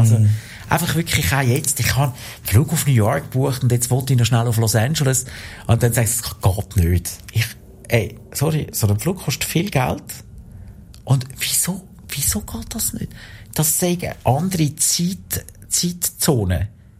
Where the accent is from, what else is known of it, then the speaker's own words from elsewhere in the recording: Switzerland; weil ich bin ein Schweizer